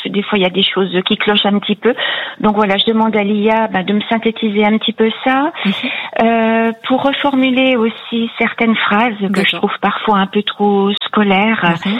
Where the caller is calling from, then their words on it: Ambly-sur-Meuse, Grand Est, France; je vous appelle du département de la Meuse, à quelques kilomètres de Verdun.